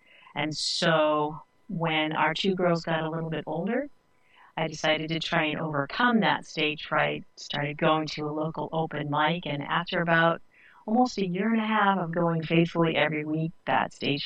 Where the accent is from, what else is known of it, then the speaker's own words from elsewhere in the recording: Juneau, Alaska, United States; born there; now in Cape Cod, United States; I am a singer-songwriter who resides on Cape Cod, Massachusetts in the USA right now. But I was born in Juneau, Alaska, and I'm of the Tlingit tribe, as was my mother, her mother, her mother, back just to the beginning of time.